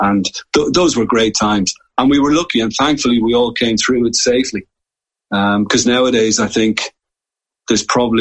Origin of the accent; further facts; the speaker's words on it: Waterford, Munster, Ireland; I'm from Waterford and I grew up in Waterford, but Tremor is only 7 miles away and it's the resort in the county of Waterford.